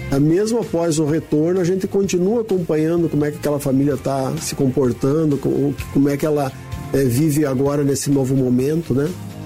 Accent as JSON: {"language": "Portuguese", "region": "Rio Grande do Sul", "country": "Brazil", "tie": "born there", "also_born_or_lived": "Paraná", "moved": "yes", "lives_now": "Curitiba, Brazil", "said": "Eu mudei para Curitiba em 1982. Na verdade, eu tenho uma história. Eu nasci no Rio Grande do Sul, morei no sudoeste do Paraná, morei em Curitiba, depois voltamos para o interior."}